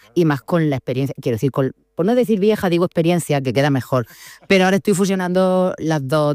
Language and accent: Spanish; Murcia, Region of Murcia, Spain; De Murcia, de la Universidad Católica.